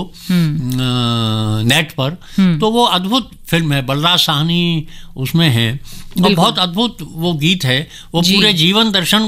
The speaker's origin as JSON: {"language": "Hindi", "region": "Braj", "country": "India", "said": "ब्रज मेरी आत्मा में समाया हुआ है, मैं वहीं का रहने वाला हूँ।"}